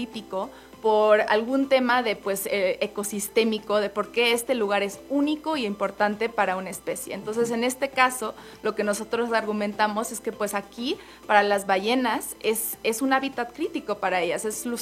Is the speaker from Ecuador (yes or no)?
no; Mexico; yo creo que hay un deber como mexicanos para protegerlas